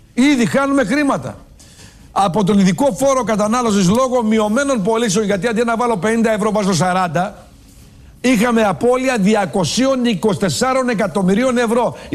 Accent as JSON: {"language": "Greek", "region": "Central Macedonia", "country": "Greece", "tie": "born there", "said": "στον Κάμπο, ας πούμε στην Μπέλα, στο χωριό μου"}